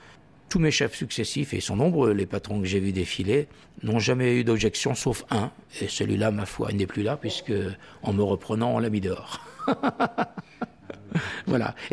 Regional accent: France; now in Luxembourg; Mais je reste toujours un Français habitant au Luxembourg, parce que c'est toujours ma carte de résident. Et j'entends y rester.

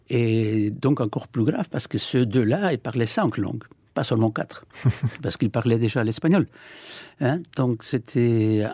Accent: Peru; French is a second language; moved away as an adult; Pour moi, venant du Pérou, je n'ai parlé que l'espagnol et l'anglais.

